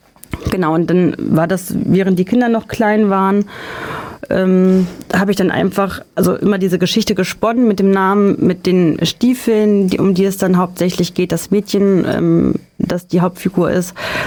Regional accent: Neu-Eichenberg, Hesse, Germany; komme aus Neu-Eichenberg.

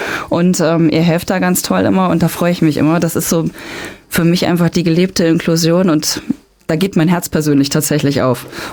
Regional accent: Wanfried, Hesse, Germany; ich bin in Wanfried groß geworden. Dann geht man natürlich als erstes auf die Grundschule, auf die Gerhard-Hauptmann-Schule nach Wanfried.

